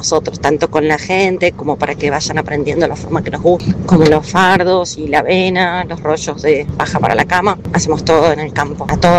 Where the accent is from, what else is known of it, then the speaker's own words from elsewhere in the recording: Eduardo Castex, La Pampa, Argentina; de Eduardo Castex, La Pampa.